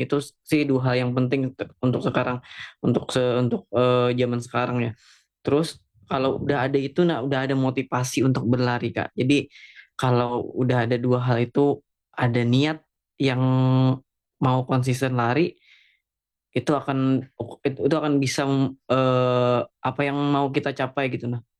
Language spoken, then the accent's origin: Indonesian; South Kalimantan, Indonesia; yang kalau rata-rata kita orang Kalimantan Selatan aja mungkin di kecepatan 1 kilo, 1 kilo itu di 3 menit lewat dikit lah gitu.